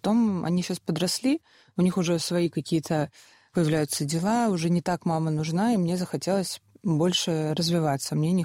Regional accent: Russia; born there; moved away; also born or lived in Spain; Вот я как русская родилась в России

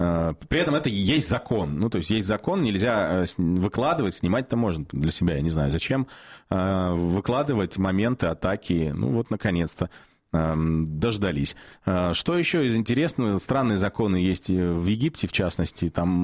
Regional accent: Minsk, Belarus; я из Беларуси, из Минска летал.

